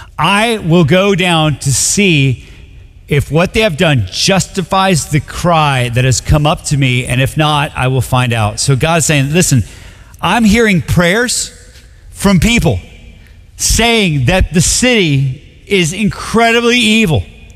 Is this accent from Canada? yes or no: no; Bogota, Bogotá, Colombia; moved away; I'm from Colombia, South America. I don't know if you knew that. I'm like the whitest looking dude ever, but like I'm from Bogota, Colombia.